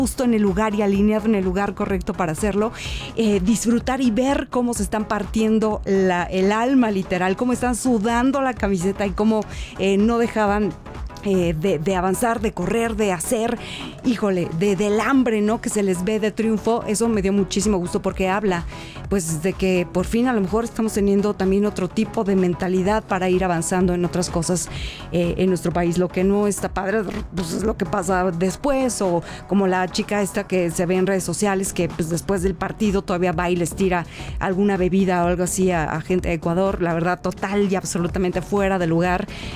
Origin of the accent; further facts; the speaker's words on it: Mexico; todos somos mexicanos